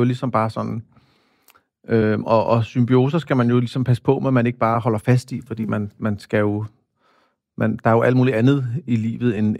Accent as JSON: {"language": "Danish", "town": "Copenhagen", "region": "Capital Region of Denmark", "country": "Denmark", "tie": "born or raised there", "said": "Jeg voksede op på Amagerbrogade på den specielle måde, at vi havde en lejlighed i stuen med en antikvitetsbutik foran."}